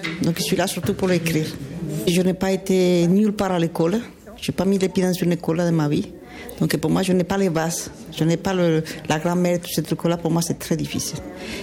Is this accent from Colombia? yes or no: yes; Colombia; French is a second language; now in France; ça fait 43 ans que je suis en France. Je suis de Colombie.